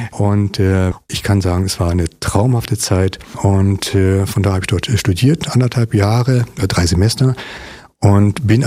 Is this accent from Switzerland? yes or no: no; Kaufbeuren, Bavaria, Germany; born there; also born or lived in Berlin / Frankfurt am Main; schnell auch in Richtung Frankfurt am Main gezogen. Dort bin ich auch zur Schule gegangen, zumindest in der ersten Klasse. Und dann sind wir später nach Bayern gezogen, nach Kaufbeuren unten, ins Allgäu. Mhm. Und daher kann ich sagen, also ich bin definitiv ein Ossi, denn es war Ostallgäu.